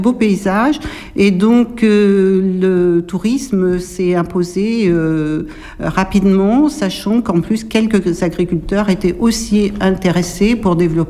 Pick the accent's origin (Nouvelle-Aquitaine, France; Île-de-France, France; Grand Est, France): Nouvelle-Aquitaine, France; Chasseneuil; je suis originaire de Chasseneuil, qui est une commune à côté. Je n'étais pas très loin. Par contre, j'ai été amenée à travailler sur ce territoire, à y avoir ma propre maison.